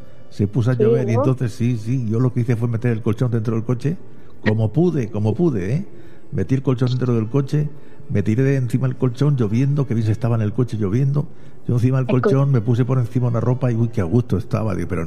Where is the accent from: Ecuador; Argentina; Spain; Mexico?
Spain; Region of Murcia; Claro, y además es de mi tierra, es murciana, claro que sí.